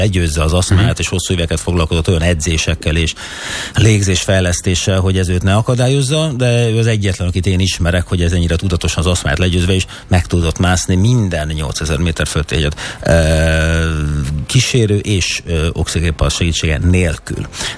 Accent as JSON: {"language": "Hungarian", "country": "Hungary", "said": "tehát magyarként ez nekem sikerült"}